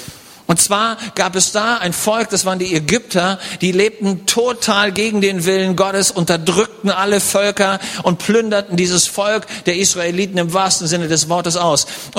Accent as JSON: {"language": "German", "country": "Germany", "said": "Ich komme aus Deutschland"}